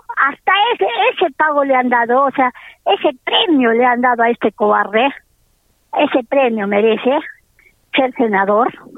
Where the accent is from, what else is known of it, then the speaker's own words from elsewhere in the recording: Arequipa, Peru; Los arequipeños netos somos pues nosotros, los que descendemos. Todavía tenemos una pizca de descendencia, pues, de los verdaderos dueños del territorio que ahora se llama Arequipa